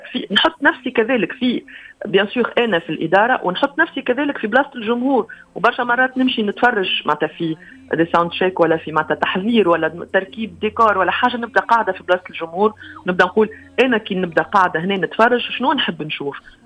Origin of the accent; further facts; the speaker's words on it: Tunisia; moved away; also born or lived in France; أنا كنت موجودة معناها سنوات في خارج تونس بفرنسا تحديدا وبعض البلدان الأخرى كذلك